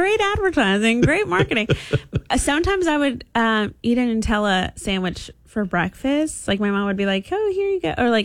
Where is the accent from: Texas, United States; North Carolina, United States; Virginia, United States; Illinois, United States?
Texas, United States; growing up in Texas, we would go to this is a Lone Star thing, but we would go, or Southeast Texas thing, I should say.